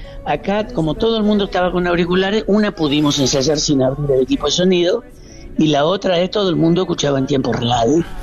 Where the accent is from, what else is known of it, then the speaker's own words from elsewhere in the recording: Rosario, Santa Fe, Argentina; Soy rosarino